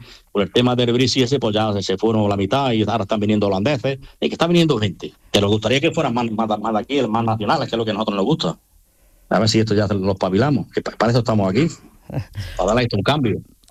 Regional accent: Melegís, Andalusia, Spain; y mira que yo soy de los tres pueblos, yo precisamente soy de Melejí

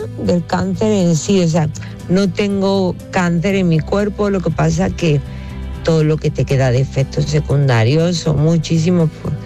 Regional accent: Spain; Digo, no, pues soy española.

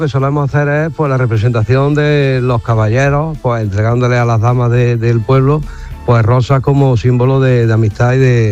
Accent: Baños de la Encina, Andalusia, Spain; Baños de la Encina, con mi pueblo.

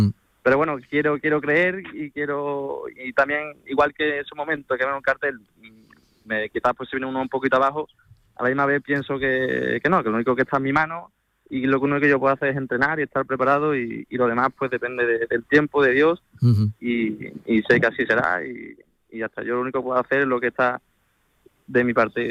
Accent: Seville, Andalusia, Spain; como sevillano que soy, pues siempre tendré la oportunidad

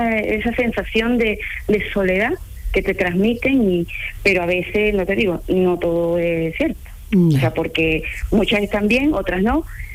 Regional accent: Ecuador; now in Spain; Yo soy ecuatoriana, nacida en Ecuador. Y llevo aquí desde el 2003 en España.

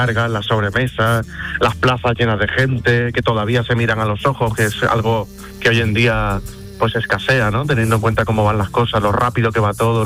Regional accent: Seville, Andalusia, Spain; moved away; tengo muchas ganas de volver a mi tierra, de volver a Sevilla

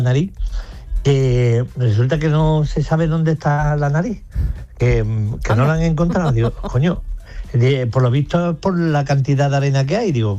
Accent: La Carolina, Andalusia, Spain; En mi tierra, efectivamente.

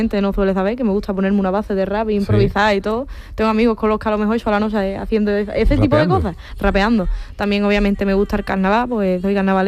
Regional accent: Cádiz, Andalusia, Spain; puedo decir carnavalera, soy de Cádiz

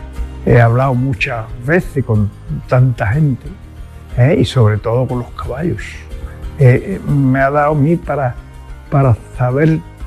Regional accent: Jerez de la Frontera, Andalusia, Spain; amo a todo lo que hay aquí. Es mi tierra

